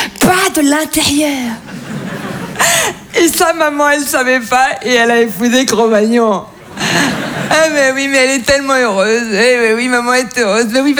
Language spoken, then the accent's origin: French; Toulon, Provence-Alpes-Côte d'Azur, France; born there; now in Paris, France; Je suis née en 1996 à Toulon.